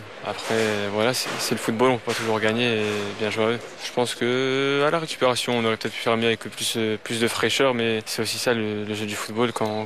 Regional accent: Morocco; Match personnel, c'était un match spécial parce que je suis marocain et français. Donc oui, c'était un match spécial, mais après, quand on est sur le terrain, il n'y a pas vraiment d'état d'âme. Je donne le maximum pour mon pays qui est le Maroc que je représente.

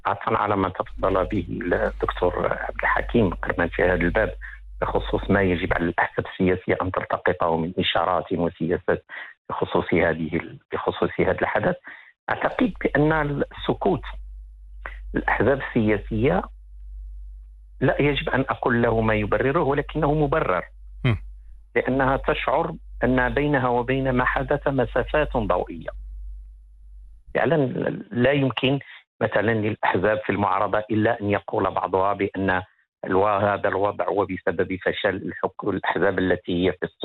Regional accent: Morocco; أنا كمواطن مغربي

